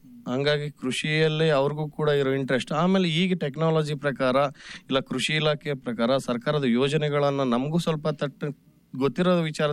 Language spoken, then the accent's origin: Kannada; Raichur, Karnataka, India; also born or lived in Bengaluru; ನಾನು ಪ್ರಾಥಮಿಕ ಶಿಕ್ಷಣ ಇದೇ ಗ್ರಾಮದಲ್ಲಿ ಪಡ್ಕೊಂಡಿನಿ, ಆಮೇಲೆ ಹೆಚ್ಚುವರಿ ಹೈಸ್ಕೂಲ್ ಶಿಕ್ಷಣ ಹಿರೇಬೂದು ಗ್ರಾಮದಲ್ಲಿ, ಆಮೇಲೆ ಕಾಲೇಜ್ ಅಂದರೆ PUC ದೇವದುರ್ಗ ನಮ್ಮ ತಾಲೂಕು ಮಟ್ಟದಲ್ಲಿ ಪಡ್ಕೊಂಡಿನಿ